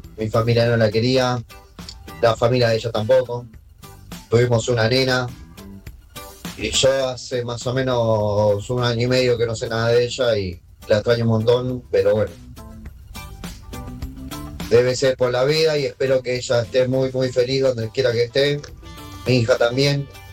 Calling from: Gregorio de Laferrere, Buenos Aires Province, Argentina; soy de La Ferrer.

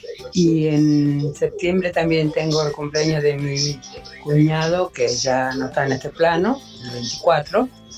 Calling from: Quilmes, Buenos Aires Province, Argentina; de Quilmes.

